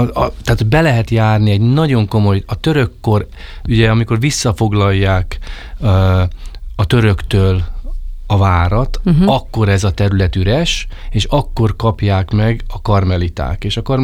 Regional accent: Veszprém County, Hungary; Hát én egy Balaton felvidéki kis faluba nőttem föl. Hát 14 éves koromig

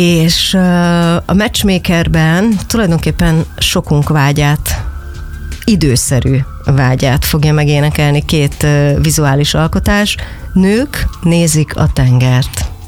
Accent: Budapest, Hungary; én ezen a környéken nőttem föl, tulajdonképpen egy utcával alatta

